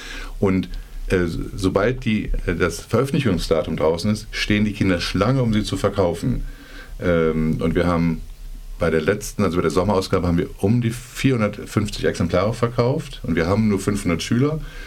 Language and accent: German; Cologne, North Rhine-Westphalia, Germany; Köln, ich komme aus Köln